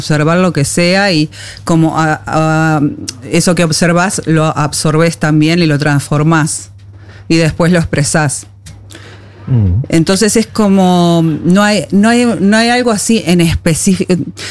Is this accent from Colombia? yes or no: no; Montevideo, Uruguay; moved away as an adult; now in Norway; yo crecí en Uruguay, nací y crecí en Uruguay, me mudé a Noruega a los 29 años, 28, 29, o sea, la mayor parte de mi vida la viví allí.